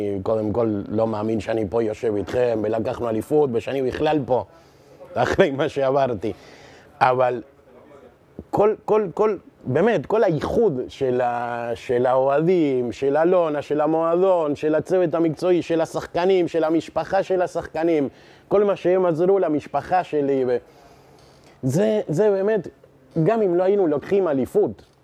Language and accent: Hebrew; Argentina; now in Israel; אני גדלתי בארגנטינה.